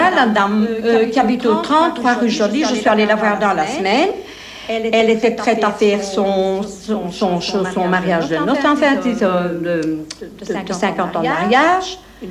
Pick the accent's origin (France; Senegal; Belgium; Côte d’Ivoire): Belgium; Laeken, Brussels; Je vis tous les jours. Je viens de Laeken. Revoir mon quartier.